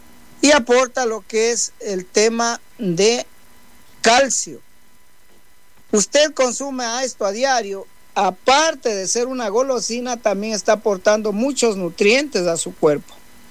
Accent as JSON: {"language": "Spanish", "country": "Ecuador", "said": "nosotros los ecuatorianos."}